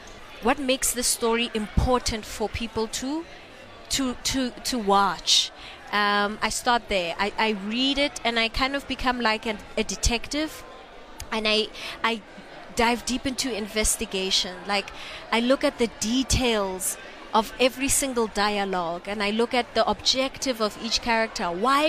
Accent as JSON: {"language": "English", "country": "South Africa", "said": "being a South African actress on a South African set"}